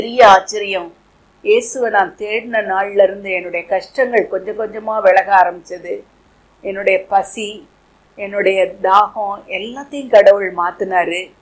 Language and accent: Tamil; Sattur, Tamil Nadu, India; நான் சாத்தூரில் என் தாய் தகப்பனுக்கு … என் தாயார் பேர் லில்லி. நான் இரண்டாவது மகளாக பிறந்தேன். எனக்கு ஒரு அக்கா, இரண்டு தம்பிகள். கர்த்தரை அறியாத குடும்பத்தில் பிறந்து வளர்க்கப்பட்டேன். எல்லா தெய்வங்களையும் வணங்கி வந்தோம்.